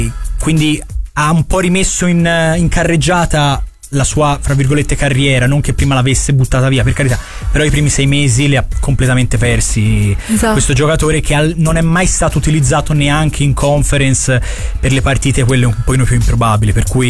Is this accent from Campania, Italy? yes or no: no; Florence, Tuscany, Italy; E poi tu sai che sono di Firenze Sud, e quindi il quartiere che voi definite di là d'Arno per me è l'unico quartiere di qua d'Arno